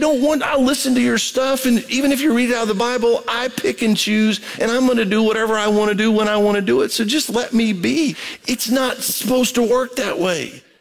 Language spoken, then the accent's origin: English; Brazil; I grew up in Brazil, so that's coffee